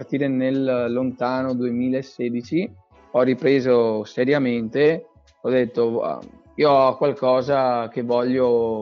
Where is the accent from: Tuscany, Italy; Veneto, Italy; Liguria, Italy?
Veneto, Italy; andato a fare, diciamo, lezione di canto, dove c'è un centro vicino a Vittorio Veneto, praticamente vicino al mio paese